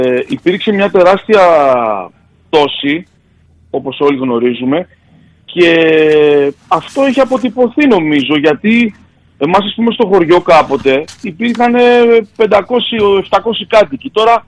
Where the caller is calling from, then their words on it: Florina, Western Macedonia, Greece; Είμαι από τη Φλόρινα, έτσι. Κατάγομαι από τη Φλόρινα.